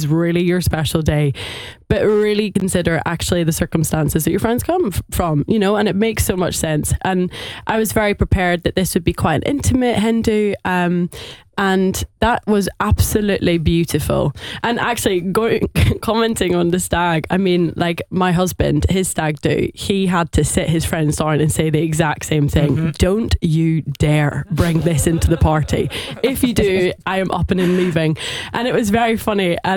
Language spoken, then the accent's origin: English; Scotland, United Kingdom; See, I'm from Scotland. My wedding was in Scotland.